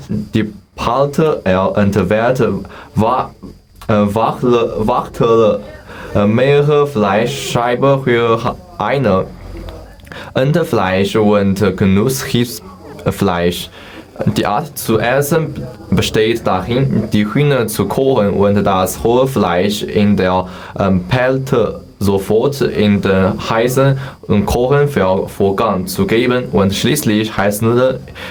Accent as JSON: {"language": "German", "town": "Yuxi", "region": "Yunnan", "country": "China", "second_language": "German", "said": "Ich komme aus Yuxi-Provinz, Yunnan. Yunnan liegt im Südwesten Chinas."}